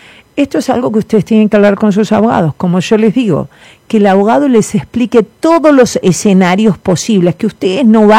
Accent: Argentina; now in United States; y soy recontra argentino. Lo que pasa es que, bueno, mi abuela paterna, era dinamarquesa, y mi otro abuelo era italiano

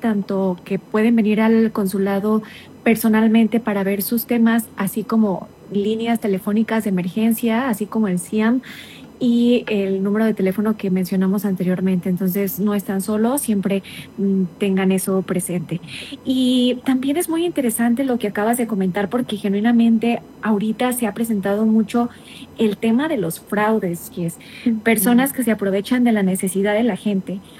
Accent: Mexico

